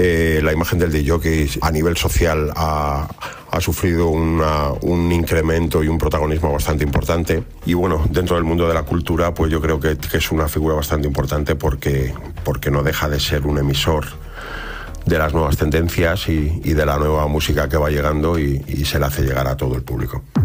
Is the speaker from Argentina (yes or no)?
no; Toledo, Castilla-La Mancha, Spain; yo soy de Toledo, amo mi ciudad por encima de todas las cosas